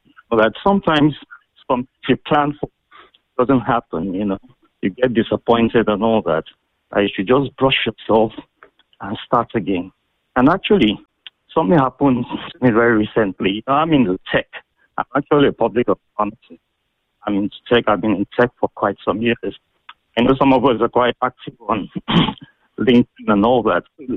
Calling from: Lagos, Nigeria; I'm calling from Lagos Island. Lagos mainland, sorry.

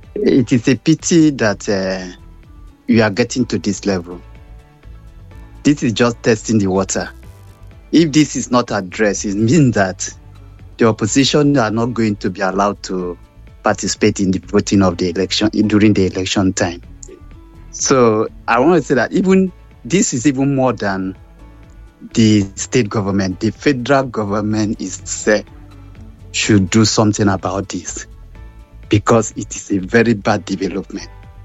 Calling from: United Kingdom; calling from the UK.

